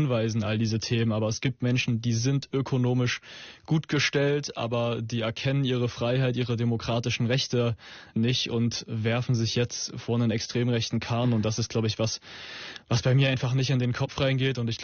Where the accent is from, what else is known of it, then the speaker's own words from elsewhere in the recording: Zwickau, Saxony, Germany; Ich weiß noch, als ich die erste Lesung in meinem Heimatort Zwickau gemacht habe